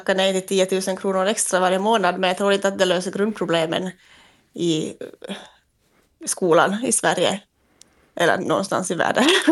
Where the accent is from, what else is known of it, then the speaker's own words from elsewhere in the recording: Finland; jag var en lärare från Finland